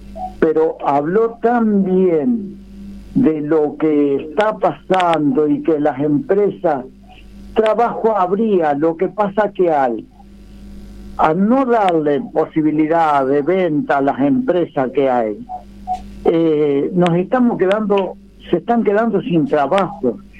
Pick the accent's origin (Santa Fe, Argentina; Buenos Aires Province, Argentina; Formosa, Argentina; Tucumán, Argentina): Buenos Aires Province, Argentina; Marcos Paz; Y nací, me crié en Marcos Paz